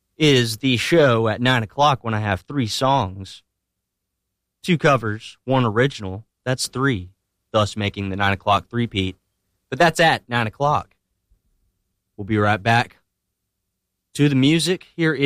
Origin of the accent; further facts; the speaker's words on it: Knoxville, Tennessee, United States; Can you blame a Knoxville, Tennessee man from liking some bluegrass?